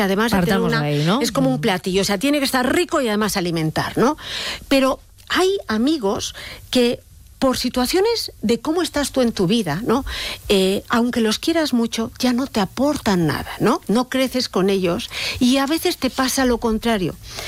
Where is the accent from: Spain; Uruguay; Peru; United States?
Spain; Madrid, Community of Madrid; yo soy madrileña, y me acuerdo cuando me quería ir a Inglaterra a estudiar.